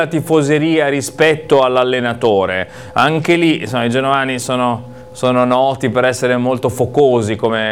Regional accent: La Spezia, Liguria, Italy; Lo dico con un certo affetto perché io vengo da Spezia e noi siamo uguali

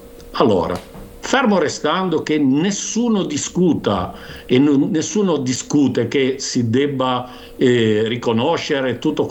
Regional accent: Torriglia, Liguria, Italy; io ho 58 anni, quando ero ragazzino a Toriglia andavo a comprare il latte

